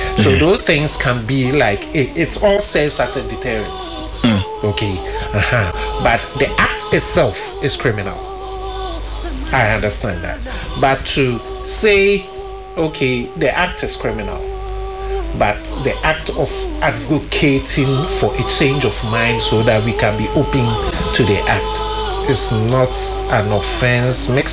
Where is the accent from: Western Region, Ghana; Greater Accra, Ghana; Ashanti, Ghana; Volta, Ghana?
Ashanti, Ghana; Kumasi; I was born in Bantama. I was brought up in Bantama.